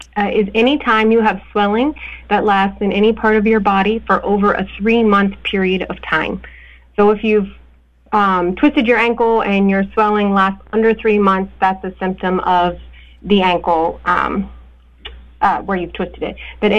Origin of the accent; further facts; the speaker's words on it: Morgantown, West Virginia, United States; I am from Morgantown, West Virginia. I was born and raised here and grew up here, and I started the lymphedema program at Mon Health